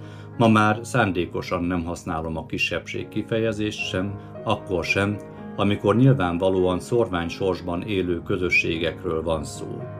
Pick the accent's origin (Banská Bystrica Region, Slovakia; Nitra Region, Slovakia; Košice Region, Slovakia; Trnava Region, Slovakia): Košice Region, Slovakia; Bodrog közben szülőföldemen, amelynek lakosságát ma is 95%-ban magyarok lakják, a magyarság az isteni gondviselésnek köszönhetően 9 évtized múltán is meg tudta őrizni helyét és súlyát.